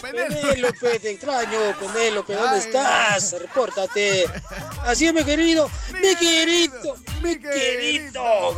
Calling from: Lima, Peru; De San Juan de Lurancho, amigo.

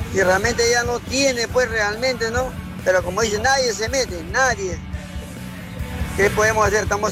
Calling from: Peru; somos peruanos

